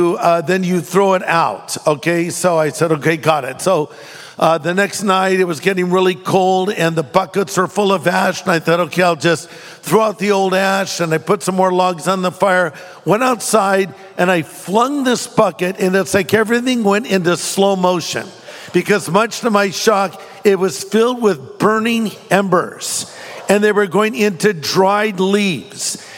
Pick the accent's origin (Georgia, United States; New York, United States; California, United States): California, United States; Well, listen, I'm from California, okay?